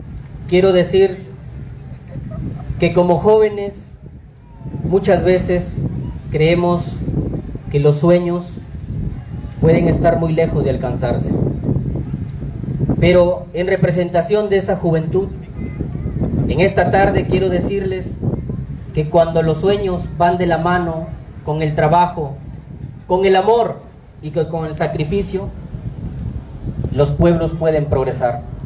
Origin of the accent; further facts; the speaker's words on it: Peru; los que hemos nacido y crecido aquí en Santa Ana, Ocoto, Puno